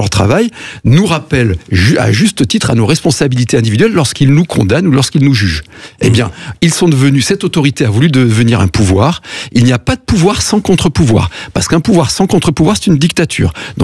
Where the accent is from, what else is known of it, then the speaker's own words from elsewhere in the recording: France; Nous allons payer tous, en tant que Français, cette année 2026, 70 milliards d'euros d'intérêts de la dette de l'État